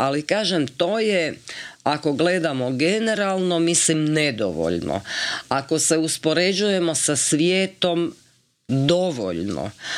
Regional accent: Slavonski Brod, Brod-Posavina County, Croatia; Ja sam se sjetila da je general Čuletić iz Slavonskog Broda, ja sam iz Slavonskog Broda

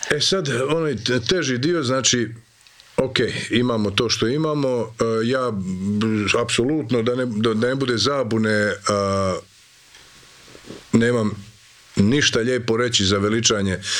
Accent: Imotski, Split-Dalmatia County, Croatia; ja sam mi iz Imotskog volimo reći da smo iz krajine.

